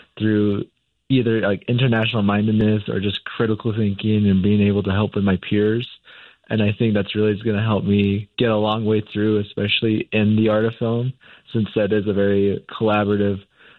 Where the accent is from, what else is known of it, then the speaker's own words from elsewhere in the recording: Monument Valley, Utah, United States; since I come from Monument Valley, Utah, which is a really rural community, and it's almost isolated in a way